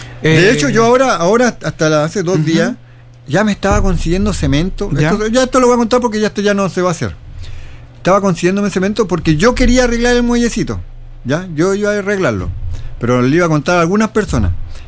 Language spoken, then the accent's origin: Spanish; Juan López, Antofagasta, Chile; yo llevo 11 años en Juan López, pero yo crecí en Juan López. Y está igual de opaco de cuando yo era chiquitito